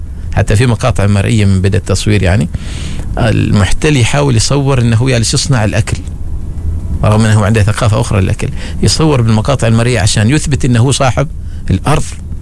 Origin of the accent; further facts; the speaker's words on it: Oman; لأني أنا تو عماني وبامدح عمان